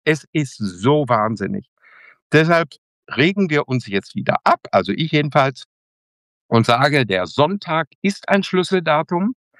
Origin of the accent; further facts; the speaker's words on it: Bünde, North Rhine-Westphalia, Germany; bin ich in Bünde in Westfalen, in meiner Heimat, Ostwestfalen